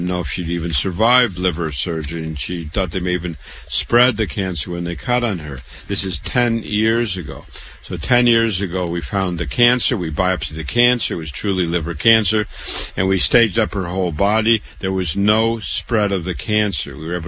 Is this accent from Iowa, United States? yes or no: yes; Waterloo, Iowa, United States; I want to tell you a little bit about myself. I was born in Waterloo, Iowa. I was born and raised there.